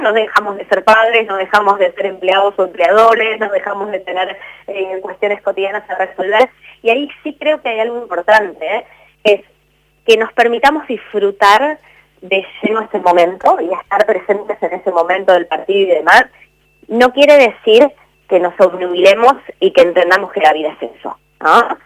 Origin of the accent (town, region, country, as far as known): Argentina